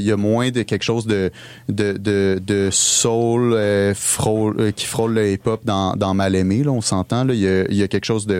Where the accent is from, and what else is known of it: Farnham, Quebec, Canada